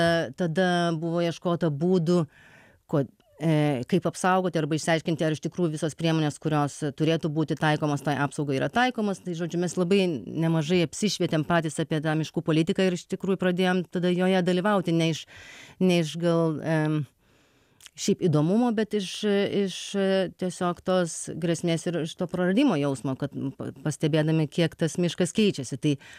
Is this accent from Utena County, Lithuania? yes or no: yes; Anykščiai, Utena County, Lithuania; moved away as an adult; Aš augau Anykščiuose.